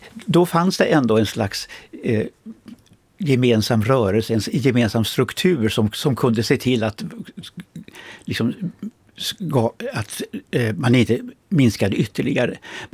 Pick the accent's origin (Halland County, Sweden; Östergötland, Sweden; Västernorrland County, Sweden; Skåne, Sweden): Västernorrland County, Sweden; Kramfors; Jag kommer själv från Kramfors som, i den röda Ådalen som länge har varit socialdemokratins kanske starkaste fäste. När jag växte upp och långt in på 70-talet hade partiet 60-65% av rösterna.